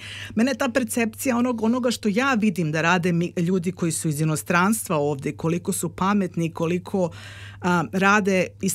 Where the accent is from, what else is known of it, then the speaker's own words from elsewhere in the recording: Belgrade, Serbia; moved away as an adult; now in Australia; iz Beograda sam, došla sam u Australiju pre 10 godina